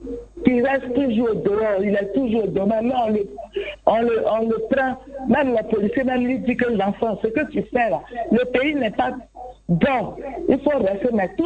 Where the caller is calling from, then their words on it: Abidjan, Côte d’Ivoire; Je suis à Chouba, le Pougon.